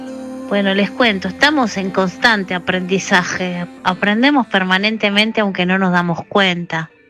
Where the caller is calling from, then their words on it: Caballito, Buenos Aires, Argentina; Los abrazo a todos … de Caballito, gracias.